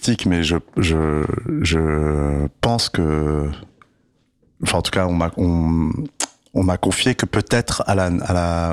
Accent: Strasbourg, Grand Est, France; Moi, je suis un citadin 100%. Je viens de Strasbourg, du centre de Strasbourg

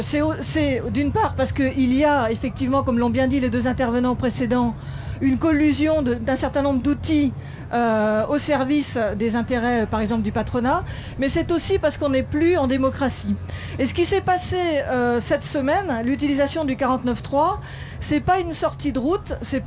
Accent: France

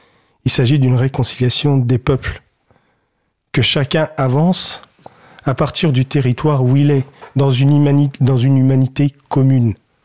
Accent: Algeria; now in France; Moi, je suis né en Algérie. Je n'aime pas ce mot issu de l'immigration. Pour moi, j'ai une origine, j'ai une culture, j'ai une langue.

